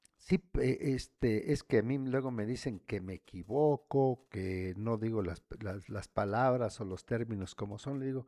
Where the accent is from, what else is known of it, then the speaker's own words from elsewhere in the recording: Asunción Nochixtlán, Oaxaca, Mexico; born there; yo nací en Nochixtlán, en la calle 2 de abril, número 15. Ahí nací, porque ya cambiaron la nomenclatura, ahora es número 13.